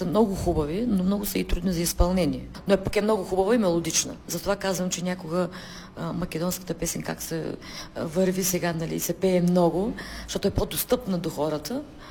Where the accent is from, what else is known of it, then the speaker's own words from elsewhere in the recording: Burgas Province, Bulgaria; От село Инджево и Вода, където е моето родно село. Както казвам, че това е сърцето на Странджа. Това село се намира точно в сърцето. Между Малко Търново, между Граматиково, така и ние сме в средата.